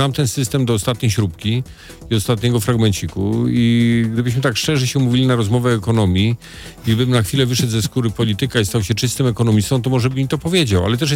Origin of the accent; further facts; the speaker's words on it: Darłowo, West Pomeranian Voivodeship, Poland; now in Szczecin, Poland; Ja co prawda jestem z Darłowa, pochodzę z Darłowa, znaczy dzieciństwo tam spędziłem przez tą młodość i znam to koszalińskie, ale jednak Szczecin jest moim miastem takim no, od serca i rodzinnym.